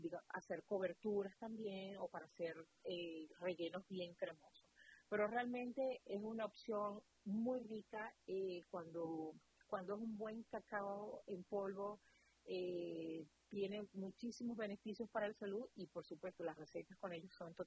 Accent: Zulia, Venezuela; mi tierra, de donde yo soy, del Zulia, se produce uno de los mejores cacao del mundo, en el sur del lago de Venezuela

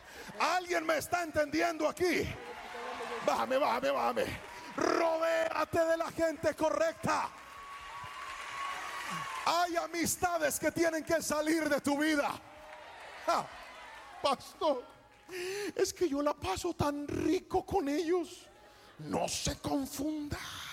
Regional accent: Cali, Valle del Cauca, Colombia; ¿Para qué trajeron a este caleño?

